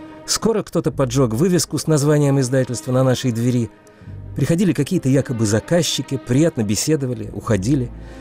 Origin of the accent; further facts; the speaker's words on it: Russia; Спросил, откуда я, и, узнав, что я из России